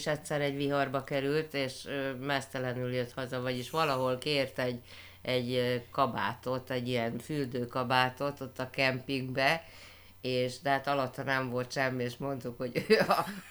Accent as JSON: {"language": "Hungarian", "country": "Italy", "said": "Tehát tudod, egy kicsit kettős a dolog, mert a magyarok között olasz vagyok, az olaszok között magyar vagyok, de a mai napig én olasz állampolgár vagyok csak."}